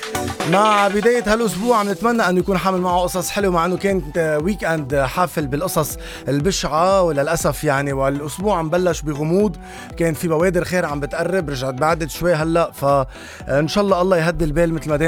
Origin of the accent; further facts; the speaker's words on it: Lebanon; فالحمد لله كلبناني